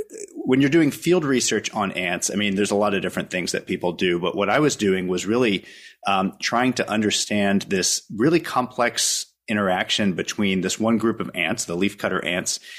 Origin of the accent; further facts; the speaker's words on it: Champaign, Illinois, United States; moved away; So my family moved to Champaign when I was, I guess, about 4 years old. And so I grew up there and then went to high school at Uni High in Urbana.